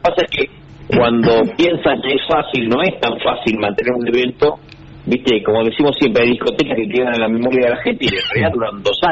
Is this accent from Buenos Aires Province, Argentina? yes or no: yes; Punta Alta, Buenos Aires Province, Argentina; born there; Nacimos en Punta Alta, tengo la verdad que muy buena experiencia con la gente de Punta Alta.